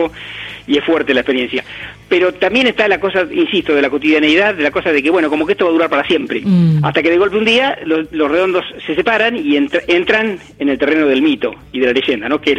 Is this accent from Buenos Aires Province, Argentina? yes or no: yes; La Plata, Buenos Aires Province, Argentina; yo soy de La Plata, yo soy hincha de Gimnasia